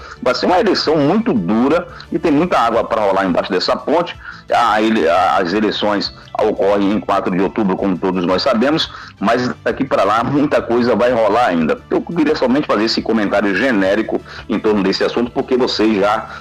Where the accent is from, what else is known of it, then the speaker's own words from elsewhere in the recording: Bahia, Brazil; Lá na minha região, no Baixo Sul da Bahia, a gente chama pistola